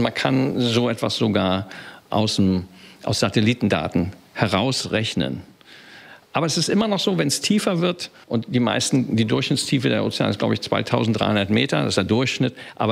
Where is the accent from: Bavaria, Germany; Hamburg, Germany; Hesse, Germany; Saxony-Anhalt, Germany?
Hamburg, Germany; Und als Hamburger weiß man